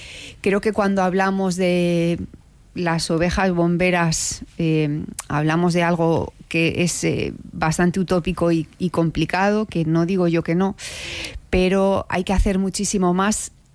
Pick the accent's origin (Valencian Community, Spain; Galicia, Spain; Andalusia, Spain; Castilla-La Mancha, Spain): Castilla-La Mancha, Spain; yo soy castellano manchega, soy una niña de pueblo, entonces me llega muy, muy de cerca.